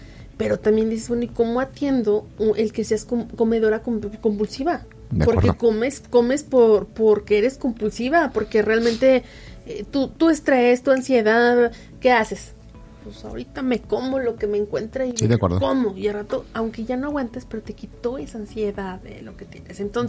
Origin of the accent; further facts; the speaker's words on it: Mexico; somos mexicanos